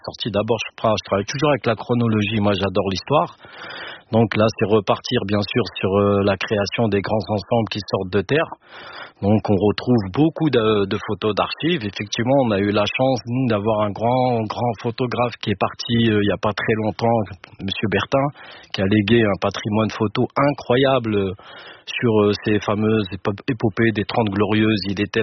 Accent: Mantes-la-Jolie, Île-de-France, France; on vient des Yvelines. Donc qui dit les Yvelines, déjà, dit hein

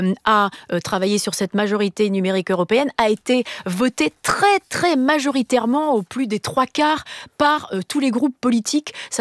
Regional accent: Normandy, France; moi, je suis normande

